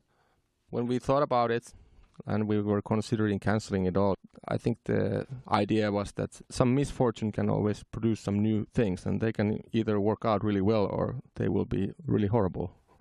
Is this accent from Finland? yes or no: yes; Jyväskylä, Central Finland, Finland; Oh, I grew up in Jyväskylä, which is a town in very central Finland, in the center of it all.